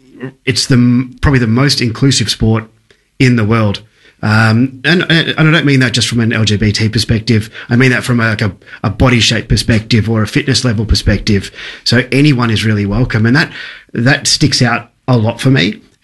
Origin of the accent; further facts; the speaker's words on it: Canberra, Australian Capital Territory, Australia; growing up in Canberra